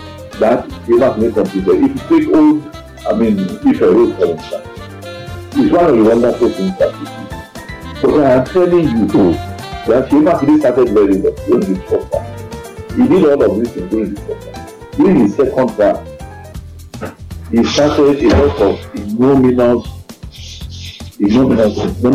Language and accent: English; Oyo, Nigeria; my hometown of Shapi